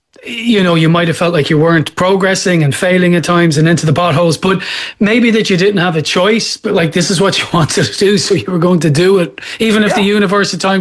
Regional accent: Blanchardstown, Leinster, Ireland; born or raised there

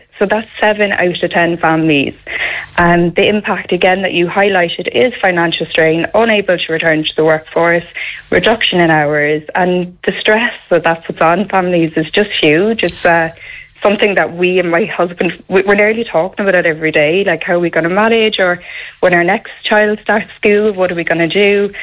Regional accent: Cork, Munster, Ireland; now in Naas, Ireland; I'm originally from Cork. My husband is from Kildare. We're quite similar in that we moved down here. We've made NACE our home

